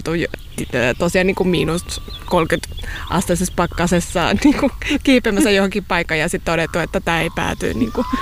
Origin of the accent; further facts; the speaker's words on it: Mexico City, Mexico; mä oon itse syntynyt ja kasvanut Mexico Cityssä. Mun isä on meksikolainen ja mun äiti on suomalainen ja mä asuin Mexico Cityssä